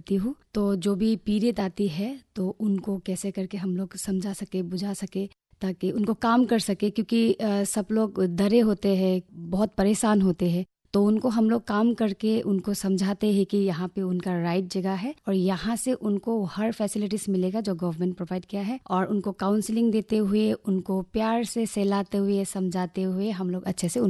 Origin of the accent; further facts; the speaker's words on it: Haflong, Assam, India; मैं हाफलॉन्ग की रहने वाली हूँ।